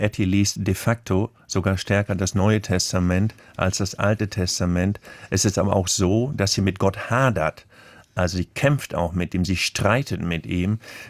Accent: Germany; Dass ich als Deutscher mir unserer Geschichte bewusst bin.

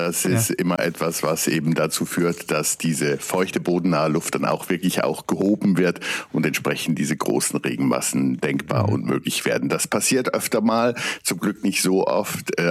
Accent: Switzerland; Das ist für mich als Schweizer immer schwer zu verstehen, weil bei uns jeder Mensch Anspruch auf einen Bunkerplatz hat

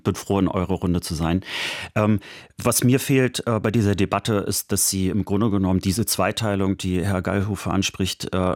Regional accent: Rostock, Mecklenburg-Vorpommern, Germany; meine Heimatstadt Rostock, da bin ich natürlich begeistert.

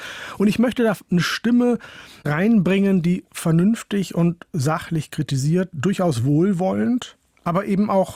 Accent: Hollern-Twielenfleth, Lower Saxony, Germany; Dann sage ich, ja, richtig komme ich aus Norddeutschland, nämlich aus Holland-Thielenfleet.

